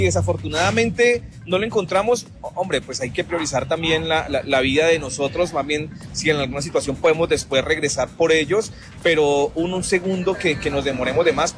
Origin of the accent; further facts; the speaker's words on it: Colombia; now in Bogotá, Colombia; unirnos como colombianos